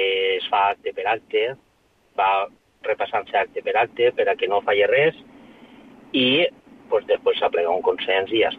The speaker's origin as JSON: {"language": "Catalan", "town": "Albaida", "region": "Valencian Community", "country": "Spain", "said": "I després l'entrada de molts cristians en Albaida, pues, home, no és perquè sigui el meu poble, però crec que es fa i ho fem una entrada molt més que a ser."}